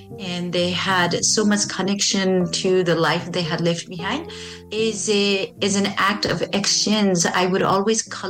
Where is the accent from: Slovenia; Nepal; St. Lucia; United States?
Nepal; now in St. Albert, Canada; I live and write in St. Albert. I am originally from Nepal. I moved to Canada 15 years ago.